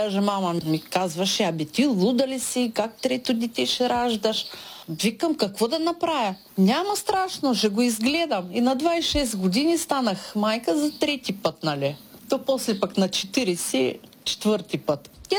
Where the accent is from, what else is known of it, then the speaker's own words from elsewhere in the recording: Russia; Bulgarian is a second language; moved away as an adult; now in Bulgaria; Аз завърших за детска учителка. Обаче, нали, в Русия, то след като завърших, то нямах време и да работя. Работих близо една година като детска учителка и дойдох в България.